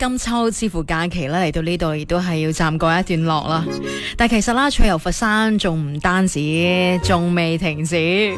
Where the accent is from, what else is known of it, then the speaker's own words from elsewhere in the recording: Guangdong, China; 对于我哋广东人嚟讲，少不了食。